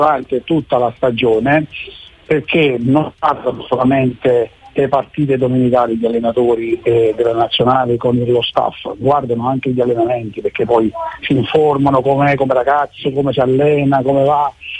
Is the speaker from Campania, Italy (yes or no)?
yes; Naples, Campania, Italy; Da buon napoletani scaramantici che siamo